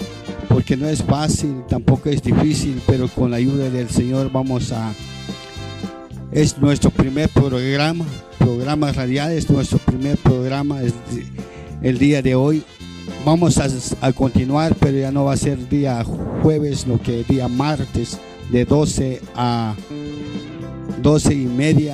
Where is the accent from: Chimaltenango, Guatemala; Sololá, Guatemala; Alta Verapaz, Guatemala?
Chimaltenango, Guatemala; San José Poaquil; venimos de San José Poaquil, departamento de Chimaltenango.